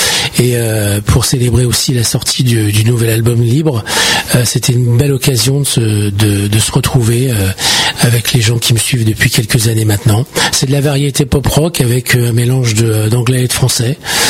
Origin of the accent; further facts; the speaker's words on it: Saint-Leu-la-Forêt, Île-de-France, France; Alors du coup, je viens de Saint-Leu-la-Forêt.